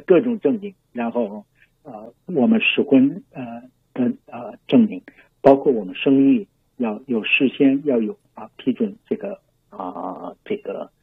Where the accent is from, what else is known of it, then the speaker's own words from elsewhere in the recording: China; 因为我们都是所谓新中国出生长大的人